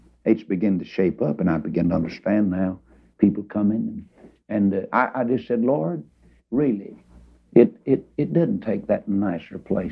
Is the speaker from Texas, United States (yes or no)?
yes; Texas, United States; Of course, now, you know, I'm from Texas.